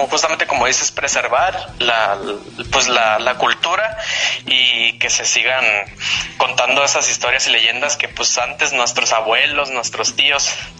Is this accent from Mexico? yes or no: yes; La Paz, Baja California Sur, Mexico; somos de La Paz, acá Baja California